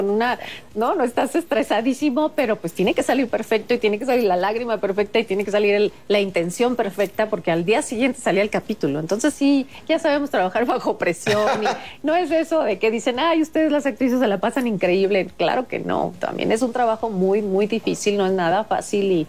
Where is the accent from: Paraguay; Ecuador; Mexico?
Mexico; Culiacán, Sinaloa; moved away as an adult; pues yo soy de Culiacán